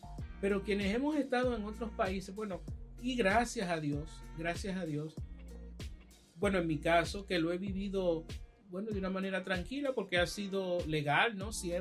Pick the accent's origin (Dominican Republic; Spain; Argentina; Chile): Dominican Republic